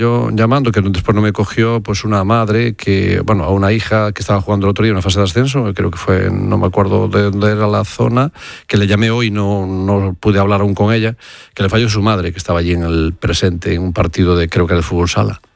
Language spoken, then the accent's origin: Spanish; Galicia, Spain; yo soy muy apegado a la tierra, soy de Galicia y por lo tanto me gusta mi tierra.